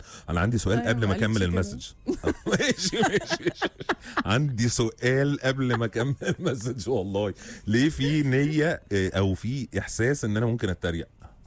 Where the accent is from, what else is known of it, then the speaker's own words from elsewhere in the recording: Cairo, Cairo Governorate, Egypt; طيب مساء الفل، انا من القاهره ورايح الشرقيه